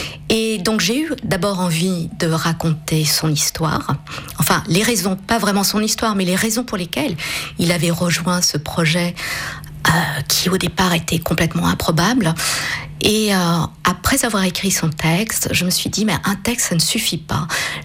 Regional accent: Varese, Lombardy, Italy; born there; je suis née en Italie à Varèse. Mon père était fonctionnaire à l'Euratom à Varèse.

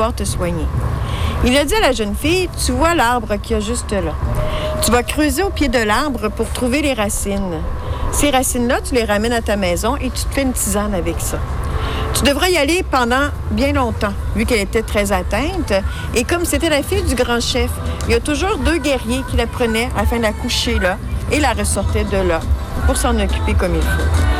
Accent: Wendake, Quebec, Canada; Je suis de Wendake et je suis Wendat.

